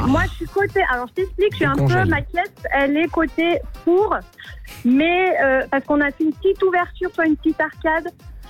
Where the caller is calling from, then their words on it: Grenoble, Auvergne-Rhône-Alpes, France; nous hier ça a pété un peu chez nous à Grenoble.